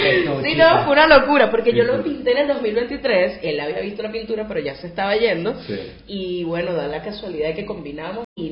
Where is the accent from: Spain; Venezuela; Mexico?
Venezuela; Capital District; now in Buenos Aires, Argentina; Yo soy de Catia